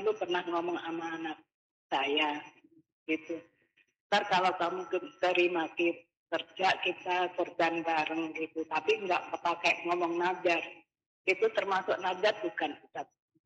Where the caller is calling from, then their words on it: Tangerang, Banten, Indonesia; Saya dari Hamba Allah di Tangerang.